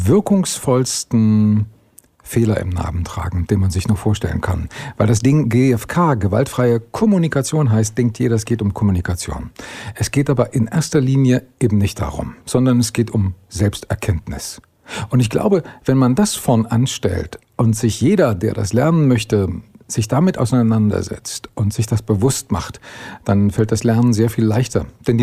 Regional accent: Erfurt, Thuringia, Germany; Ich bin in Erfurt groß geworden, dort geboren, aufgewachsen

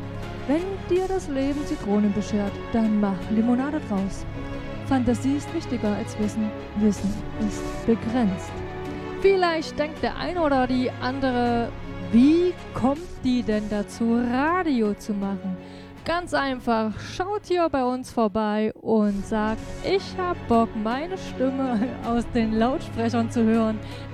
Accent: Saalfeld-Rudolstadt district, Thuringia, Germany; Ich komme aus dem Landkreis Saalfeld, Ruderstadt, Bad Blankenburg, unser Städtedreieck.

